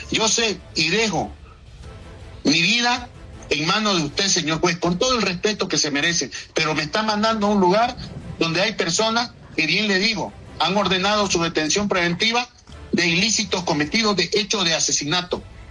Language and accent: Spanish; Santa Cruz de la Sierra, Santa Cruz, Bolivia; Yo soy cruceño, tengo mis hijos de 2, 4 y 13 años, todos menores de 18 años, que dependen de mí, que viven en Santa Cruz.